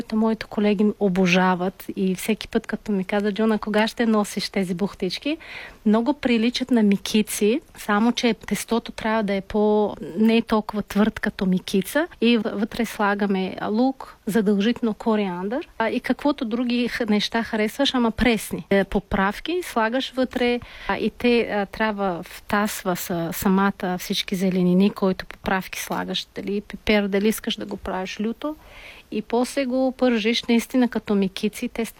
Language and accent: Bulgarian; Tajikistan; first language Tajik; Bulgarian is a second language; moved away as an adult; now in Bulgaria; Нашия език няма нищо общо с руски език. Таджикски език е персийски език и корените абсолютно са различни. Но пак, понеже Таджикистан е една от бившите съветски държави, ние руски знаем като втори език.